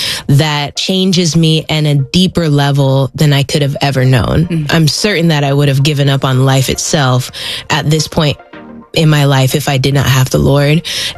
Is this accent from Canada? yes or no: no; Philippines; also born or lived in Puerto Rico; Like, I'm a Filipino, I'm a Puerto Rican.